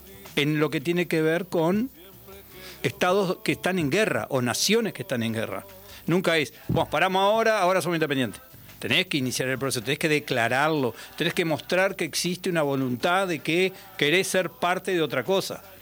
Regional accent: Uruguay; Somos uruguayos.

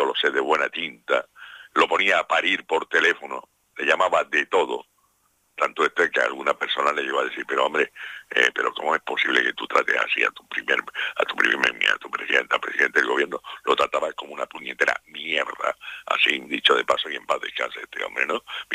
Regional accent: Spain

